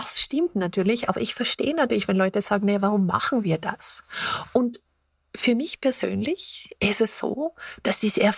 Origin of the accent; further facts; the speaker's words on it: Austria; moved away; ich bin ja aus Österreich